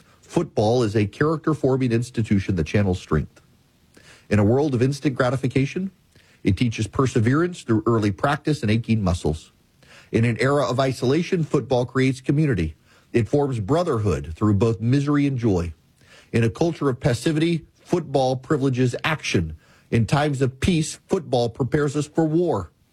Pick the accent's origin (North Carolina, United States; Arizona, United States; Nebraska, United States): Nebraska, United States; When I was growing up in Nebraska, detasseling corn was a rite of passage.